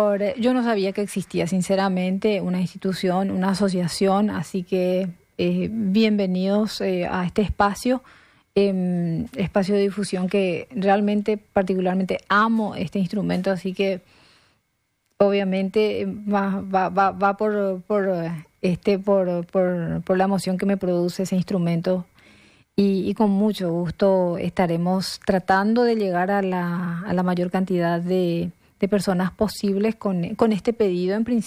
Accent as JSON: {"language": "Spanish", "country": "Paraguay", "said": "este instrumento fantástico que nos identifica como paraguayos."}